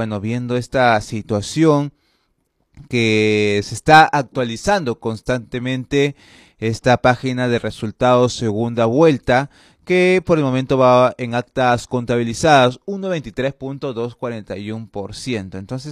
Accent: Peru; todos somos peruanos y peruanas

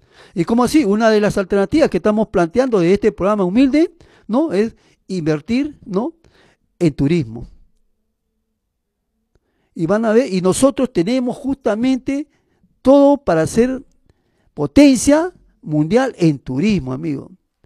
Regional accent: Peru; also born or lived in England; Me sentí el hombre más orgulloso de mi Perú, de mi querido y amado Perú. Por eso que yo me vine de Inglaterra.

